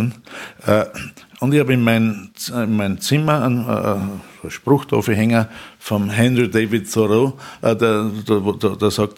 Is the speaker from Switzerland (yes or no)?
no; Upper Austria, Austria; Wir haben da eher Ebene, aber wenn ich in meine Heimat fahre, da fängt dann der Kobernaußerwald an und so, da wird schon sehr hügelig und waldig.